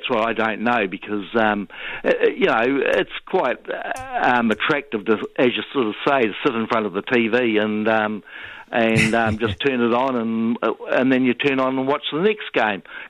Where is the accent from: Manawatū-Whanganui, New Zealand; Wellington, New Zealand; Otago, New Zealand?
Manawatū-Whanganui, New Zealand; Taihape; But we're from Taihape, and that's quite a journey to go down to there.